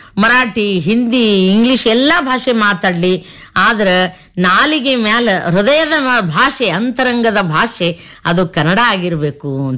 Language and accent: Kannada; Sindagi, Karnataka, India; ಬೆಂಗಳೂರಾಗ ನೋಡ್ರಿ ಮೇಡಮ್, ಈ ಎಲ್ಲಾ ಮಂದಿ ಬಂದು ಬೆಂಗಳೂರದಾಗ ಸೆಟ್ಲ್ ಆಗ್ಬಿಟ್ಟಾರ. ನಮ್ಮ ಸಿಂದಗಿ, ನಮ್ಮ ವಿಜಾಪುರ ಜಿಲ್ಲೆ ಸಿಂದಗಿಯವ್ರು ನಾವು.